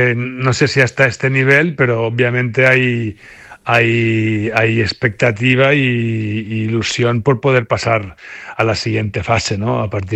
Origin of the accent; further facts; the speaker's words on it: Spain; porque siendo español, pero también teniendo muchos amigos y trabajando aquí, es complicado.